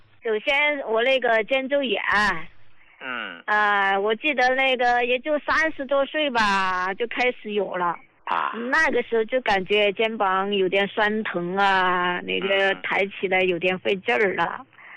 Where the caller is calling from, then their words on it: Chongqing, China; 我是重庆这边的患者。